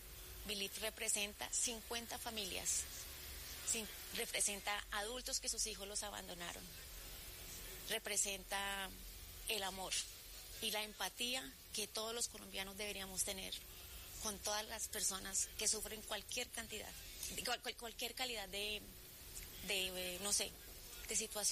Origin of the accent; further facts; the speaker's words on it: Colombia; para mostrar la verdadera cara de lo que somos los de quiénes somos los colombianos.